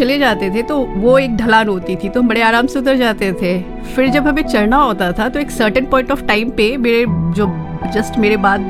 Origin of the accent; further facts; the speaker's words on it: Ambedkar Nagar, Uttar Pradesh, India; moved away as an adult; also born or lived in Allahabad; now in Gonda, India; Because I am married in Allahabad. सो और ऐसे मैं बेसिकली जो मेरे पेरेंट्स हैं और मैं रहने वाली अम्बेडकर नगर की हूँ।